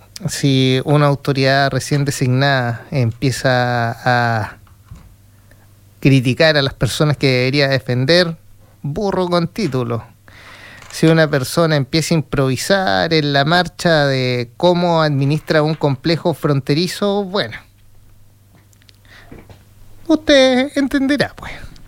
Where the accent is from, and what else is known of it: Chile